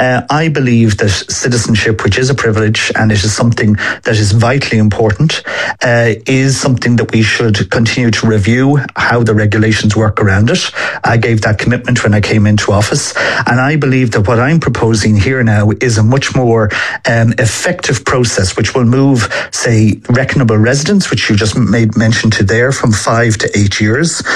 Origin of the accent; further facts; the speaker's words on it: Ireland; I'm one of these people that's not totally proficient. Like everybody, I did Irish in school, but it's not something that I am particularly.